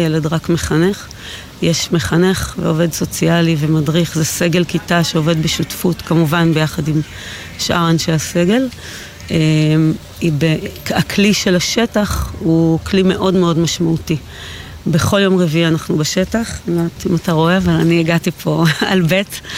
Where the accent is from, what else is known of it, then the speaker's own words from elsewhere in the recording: Gush Katif, Gaza Strip, Palestine; now in Sderot, Israel; גדלתי בגוש קטיף